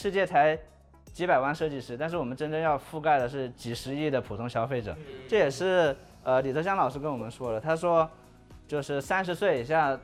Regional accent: Hunan, China; moved away as an adult; also born or lived in Nanjing / Italy / United Kingdom / United States; 就我也是个湖南人，我从小也是看汪老师的这个《天天向上》这些，后面就去南京读书，然后去意大利、去英国、去美国读博，然后后面是博士辍学回来。

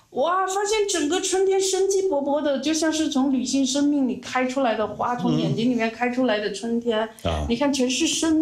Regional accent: China

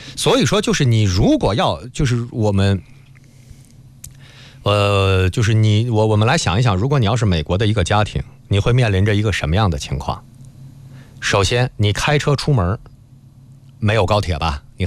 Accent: China; 我们中国人

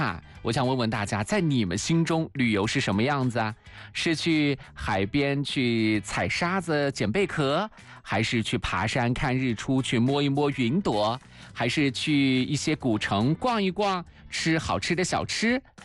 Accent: China; 也是我们中国人的骄傲

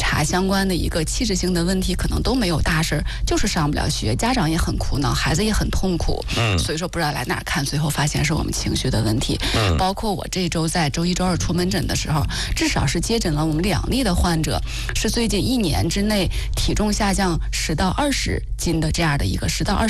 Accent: China

